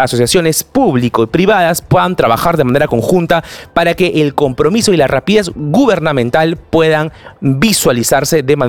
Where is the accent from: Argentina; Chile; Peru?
Peru; Lima; yo vengo de Lima Norte, yo vengo desde el límite de San Martín de Porres con Los Olivos.